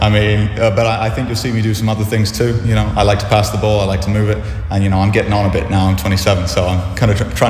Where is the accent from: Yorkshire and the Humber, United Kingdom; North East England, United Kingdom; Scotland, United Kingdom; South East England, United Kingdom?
Scotland, United Kingdom; Well, so I'm a Scottish international.